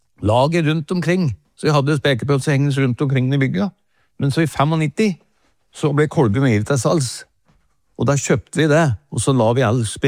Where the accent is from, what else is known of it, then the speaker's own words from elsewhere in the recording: Åsmarka, Innlandet, Norway; min far drev jo forretning i Åsmarka, der jeg vokste opp.